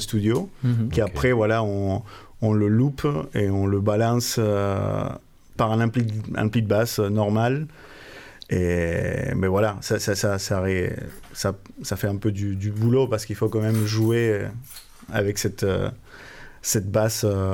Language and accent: French; Argentina; French is a second language; moved away as an adult; now in France; je suis argentin, je suis en France depuis presque 20 ans.